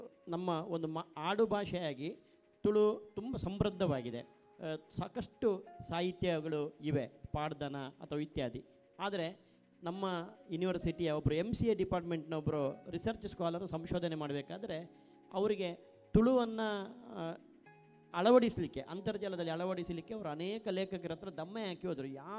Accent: Mangalore, Karnataka, India; ನಾವು ಮಂಗಳೂರಿನವರು ಅಥವಾ ಕರಾವಳಿಯವರು

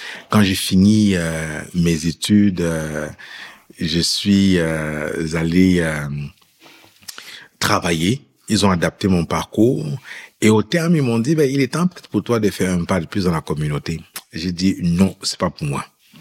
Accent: Cameroon; also born or lived in France / Gabon; now in Canada; je suis né au Cameroun. Voilà, et puis j'ai grandi au Cameroun, puis ma famille a immigré en France.

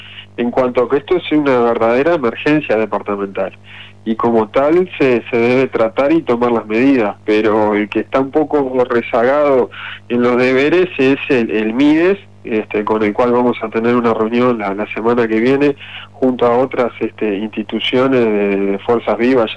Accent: Uruguay; como sociedad uruguaya tenemos el debe de que no hemos podido encaminar una solución para esta situación

